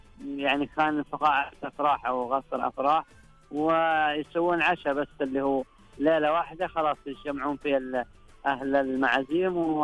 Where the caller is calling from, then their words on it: Medina Province, Saudi Arabia; أكلمكم من ضواحي المدينة المنورة.